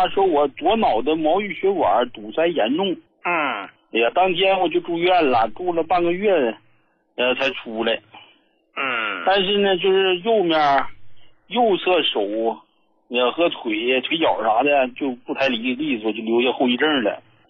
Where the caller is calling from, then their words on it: Harbin, Heilongjiang, China; 我是哈尔滨的朋友。